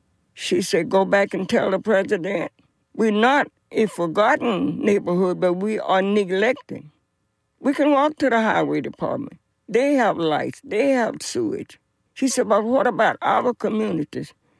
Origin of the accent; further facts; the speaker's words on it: Little Camden, South Carolina, United States; I am from the Little Camden community right below the highway department on Sharp Road. And we've had some of everything in that little community. Arthurtown, Little Camden, and Taylor's, Washington Park were like one.